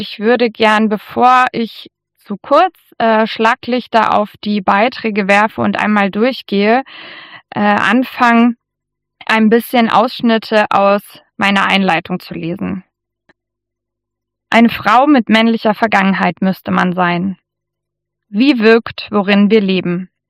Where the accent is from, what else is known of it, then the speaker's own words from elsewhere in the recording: Cottbus, Brandenburg, Germany; moved away; also born or lived in Frankfurt am Main; ich habe zwar in Frankfurt am Main studiert, bin aber geboren und aufgewachsen in Cottbus in der Niederlausitz, also noch kurz vor dem Umbruch da geboren, also noch in der DDR, aber dann im Umbruch und in den 90ern im Osten aufgewachsen.